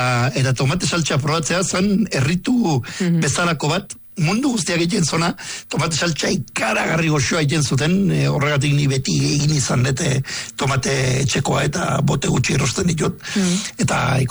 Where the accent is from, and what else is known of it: Basque Country, Spain; born or raised there